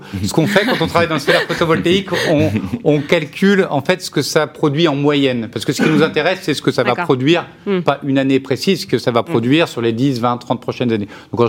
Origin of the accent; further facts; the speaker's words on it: Chambéry, Auvergne-Rhône-Alpes, France; je viens de Chambéry